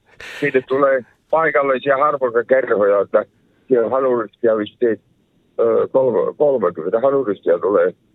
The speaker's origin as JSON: {"language": "Finnish", "region": "Savo", "country": "Finland", "said": "Tiedätkö, kun mä olen savolainen, niin multa kysytään aina"}